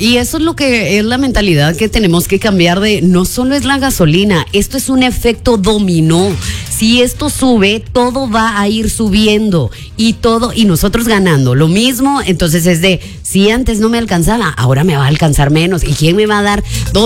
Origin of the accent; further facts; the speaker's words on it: Guatemala; estamos indignados como guatemaltecos.